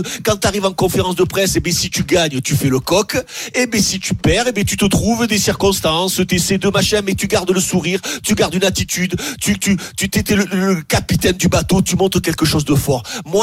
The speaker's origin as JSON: {"language": "French", "country": "Italy", "said": "Non, vous êtes dur avec moi parce que je suis italien."}